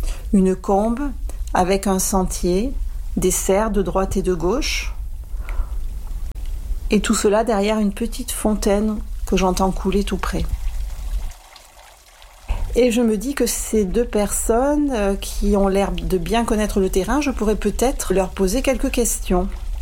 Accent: Loriol-sur-Drôme, Auvergne-Rhône-Alpes, France; now in Belgium; Moi, j'ai grandi à Loriol.

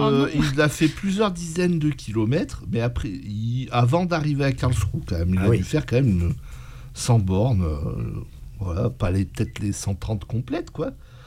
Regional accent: Auvergne-Rhône-Alpes, France

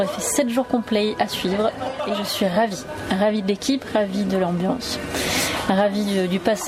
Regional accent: Lamastre, Auvergne-Rhône-Alpes, France; Non, je suis de la Mastre, enfin, à côté de la Mastre.

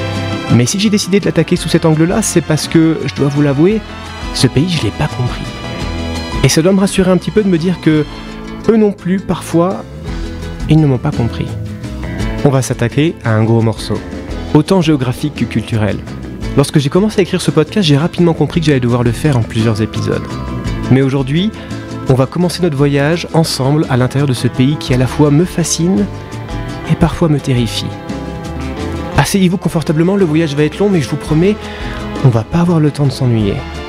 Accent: France; J'ai grandi en France

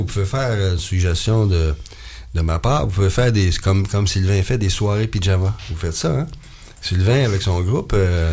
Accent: Auvergne-Rhône-Alpes, France; accent: Ardèche; On parle tous comme ça là-bas.

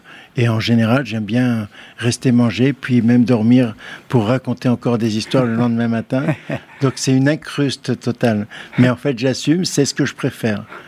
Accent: Algeria; moved away; also born or lived in Marseille; je viens d'Algérie

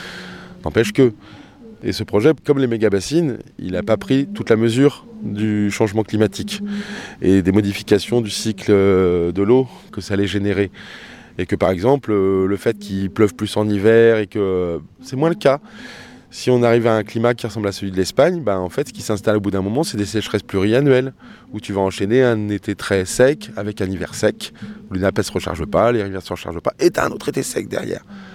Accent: Beauvais, Hauts-de-France, France; born there; Je suis né à Beauvais, et c'est vrai que pour moi, c'était un des très beaux moments hier.

